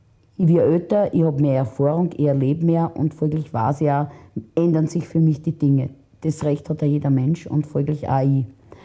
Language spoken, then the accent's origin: German; Vienna, Austria; Da ist der zweite Bezirk, wo ich aufgewachsen bin, voll mit mir durchgegangen.